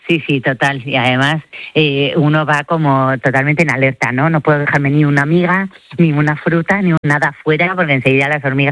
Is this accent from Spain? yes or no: yes; Spain